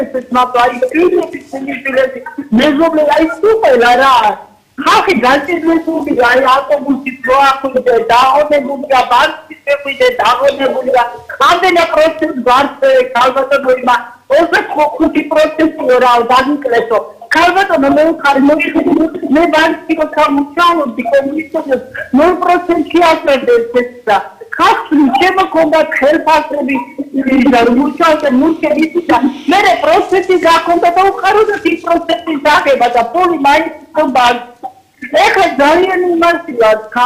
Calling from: Borjomi, Samtskhe-Javakheti, Georgia; მე ბორჯომიდან გირეკავ.

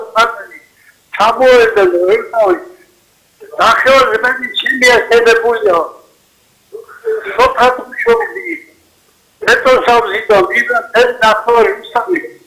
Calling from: Rustavi, Kvemo Kartli, Georgia; რუსთავიდან ვარ.

